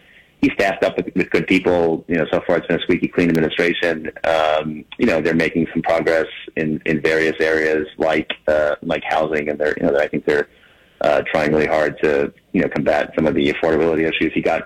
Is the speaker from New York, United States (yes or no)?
yes; New York City, New York, United States; which is actually where I went as a kid when I grew up on the Upper West Side.